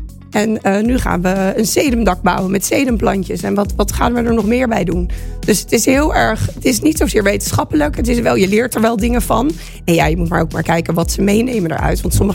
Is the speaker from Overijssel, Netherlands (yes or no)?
no; Rotterdam, South Holland, Netherlands; moved away as an adult; now in Aarlanderveen, Netherlands; ik ben stadse, ik ben een Rotterdammer, ik ben verhuisd naar Aarlanderveen, een dorp.